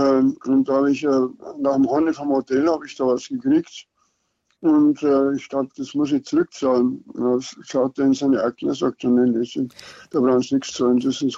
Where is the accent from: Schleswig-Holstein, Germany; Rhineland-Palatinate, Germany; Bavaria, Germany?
Bavaria, Germany; als ich als Niederbayer